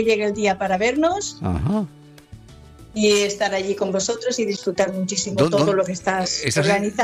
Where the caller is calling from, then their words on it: Palma, Balearic Islands, Spain; estoy en Palma